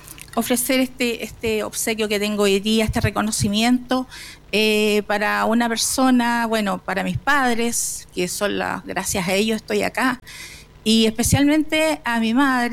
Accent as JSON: {"language": "Spanish", "town": "Portezuelo", "region": "Ñuble", "country": "Chile", "moved": "yes", "lives_now": "Chillán, Chile", "said": "muchas personas de Chillán y de sus alrededores, como yo, que vengo de la comuna de Portezuelo, orgullosa, portezolana"}